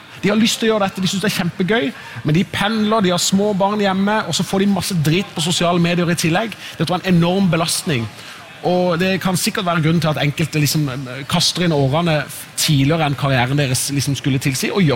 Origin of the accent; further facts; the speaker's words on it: Southern Norway, Norway; now in Oslo, Norway; når jeg hjemme på Sørlandet på bygda der jeg kommer fra